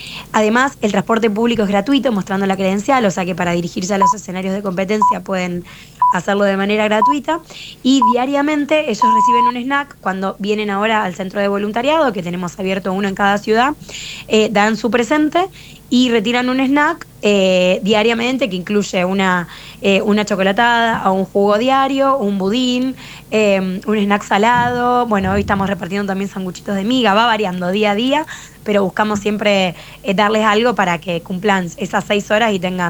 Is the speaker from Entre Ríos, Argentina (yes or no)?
no; Rosario, Santa Fe, Argentina; Yo soy santafesina de la ciudad de Rosario